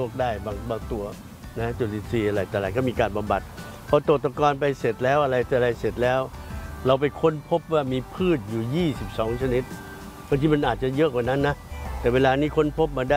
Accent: Phetchaburi, Thailand; born there; ได้บ้านในบ้านตัวเองนะที่จังหวัดเพชรบุรีเพราะปู่เกิดที่จังหวัดเพชรบุรี

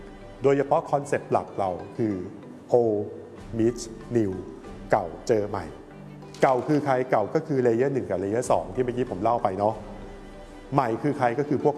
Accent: Bangkok, Thailand; เราเป็นคนที่เกิดและโตที่นี่เนาะแล้วเราก็มีธุรกิจอยู่ที่นี่ด้วย

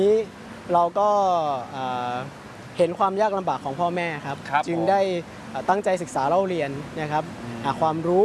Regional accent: Isan, Thailand; ในอดีตคือเราเป็นชาวนาที่อยู่กลางทุ่งกุลาร้อง

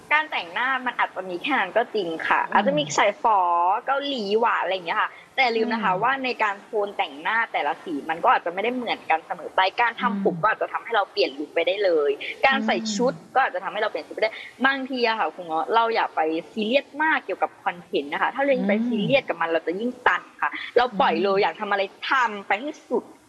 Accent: Phang Nga, Thailand

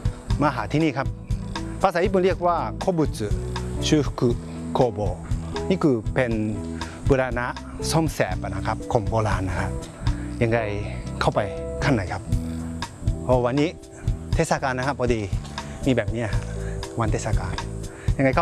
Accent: Thailand; Japanese is a second language; タイから来ました

